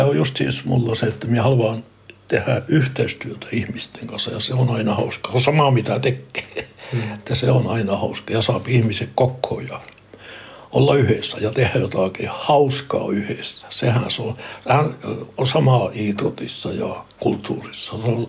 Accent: Norrbotten County, Sweden; also born or lived in Kiruna; olen Jonossona syntynyt, vähän matkaa Jonossa, sen kylän nimi oli Saajo. Siellä mä olen syntynyt. Eli minä Saajossa, mä olen faktisesti syntynyt Jonossona

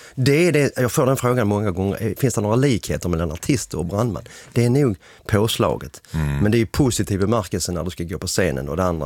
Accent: Helsingborg, Skåne, Sweden

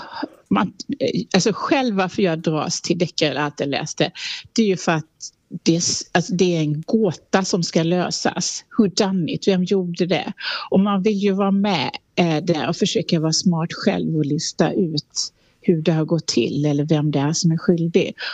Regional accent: Harplinge, Halland County, Sweden; jag är ju från Harplinge, pappa från Harplinge och mamma från Steninge, så att jag har ju mina rötter här och jag har ju sommarstuga i Haverdal

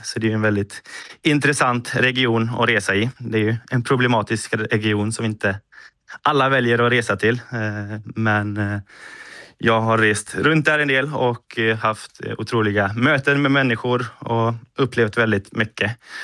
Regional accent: Kungshamn, Västra Götaland County, Sweden; moved away as an adult; now in Stockholm, Sweden; Så jag är faktiskt uppväxt på Kungshamn. Så jag har bott där sedan jag var 5 år egentligen. Och så uppväxt där

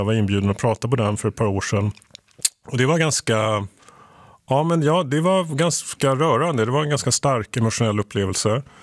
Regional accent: Sweden; Men det är ändå, som svensk så kommer man dit så blir man lite så här, jag var förvånad första gången jag kom dit faktiskt.

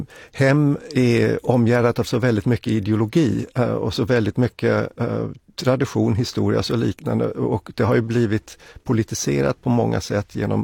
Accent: Sweden; born there; Ja, min far är grek, jag är född i Sverige, jag har en österrikisk mor.

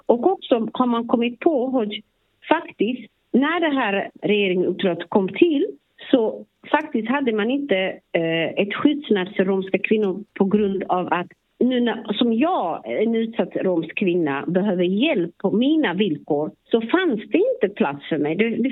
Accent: Slovakia; Swedish is a second language; Jag kommer från Slovakien

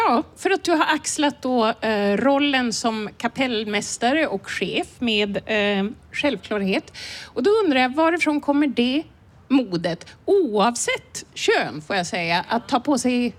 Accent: Norrbotten County, Sweden; alltså jag kommer ju från Norrbotten

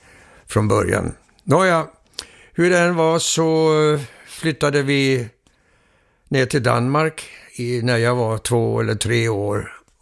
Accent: Stockholm, Stockholm County, Sweden; born there; det är ju att jag är dansk. Jag är dansk statsborger, det betyder att jag är dansk medborgare. Men jag är född på Södra BB.

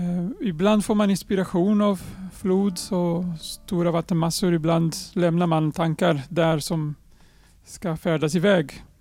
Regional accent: Oeiras, Lisbon, Portugal; Jag är född och uppväxt i Lissabon, i Oeiras. Och där i Lissabon kommer flod Tejo

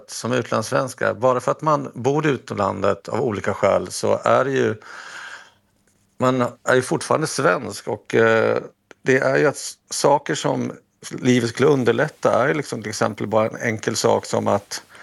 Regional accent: Sweden; moved away as an adult; now in Paris, France; man vill göra sin röst hörd som svensk i valet

